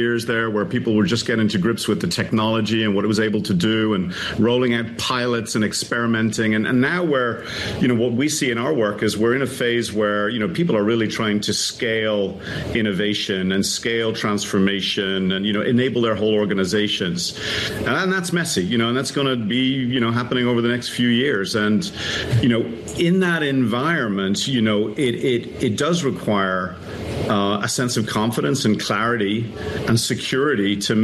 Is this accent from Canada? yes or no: no; Ireland; I'm from Ireland, we have a saying there that, you know, it takes a village to solve a hard problem.